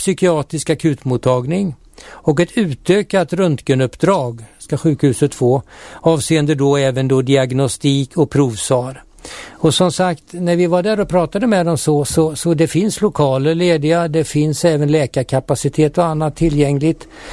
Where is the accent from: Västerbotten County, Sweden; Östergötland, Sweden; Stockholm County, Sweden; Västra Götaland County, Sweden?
Stockholm County, Sweden; Älta; den ligger mig speciellt varmt om hjärtat eftersom jag kommer från Älta och är väldigt mycket ute i Älta